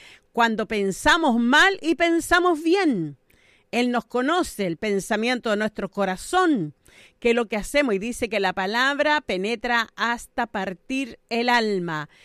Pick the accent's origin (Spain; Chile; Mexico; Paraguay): Chile; somos chilenos